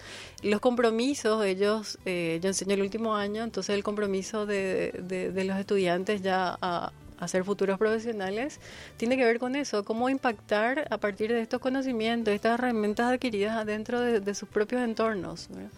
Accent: Paraguay; entender quiénes somos como paraguayos

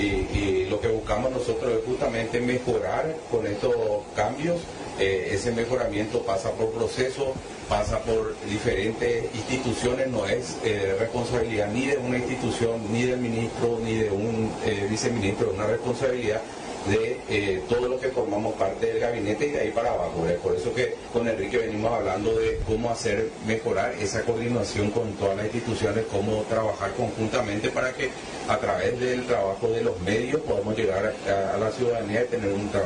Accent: Paraguay; obviamente somos todos los paraguayos.

